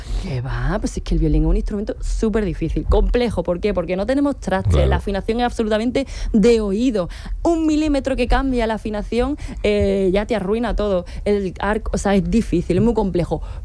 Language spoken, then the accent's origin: Spanish; Granada, Andalusia, Spain; me quiere mucho Sevilla, no sé yo por qué, mira que soy granadina, pero me quiere mucho.